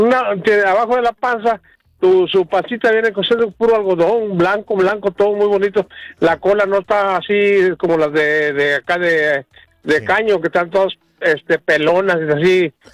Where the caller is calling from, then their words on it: San Luis Potosí, Mexico; Yo soy de San Luis Potosí.